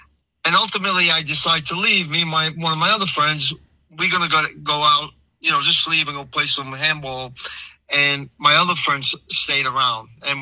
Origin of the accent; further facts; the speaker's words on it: Brooklyn, New York, United States; So my neighborhood was a mixed neighborhood of Italians, Italian, Jewish, Irish, some Spanish.